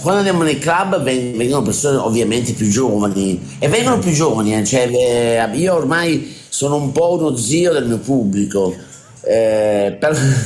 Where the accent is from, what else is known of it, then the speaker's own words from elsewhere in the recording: Naples, Campania, Italy; sono napoletano